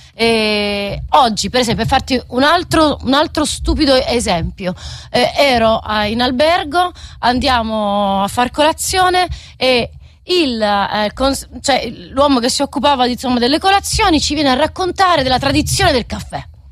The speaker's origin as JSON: {"language": "Italian", "region": "Apulia", "country": "Italy", "said": "Sì, io sono salentina."}